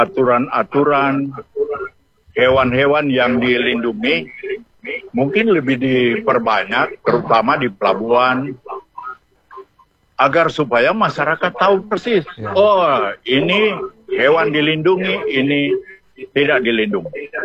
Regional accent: Bitung, North Sulawesi, Indonesia; Orang warga, kita warga Bitung, kita senang sekali nih kegiatan-kegiatan ini.

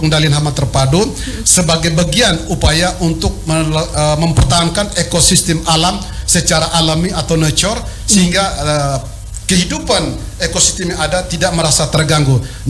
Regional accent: Nuakota, Indonesia; Lebih spesifiknya di Desa Manulondo, kampung saya tercinta ini, yaitu Kampung Nuakota.

